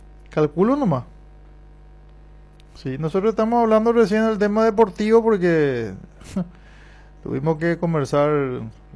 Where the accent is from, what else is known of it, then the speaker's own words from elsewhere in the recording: Paraguay; Por lo menos representarnos como paraguayo al fútbol europeo